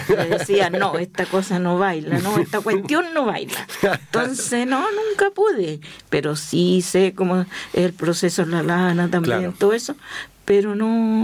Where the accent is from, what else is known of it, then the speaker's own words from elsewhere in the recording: Villa Alegre, Maule, Chile; yo soy de nací y criada en Villa Alegre.